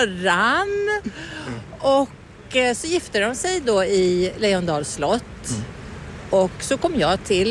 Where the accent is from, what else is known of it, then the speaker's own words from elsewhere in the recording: Bro, Stockholm County, Sweden; när jag blev 2 år då flyttade vi in till Bro istället.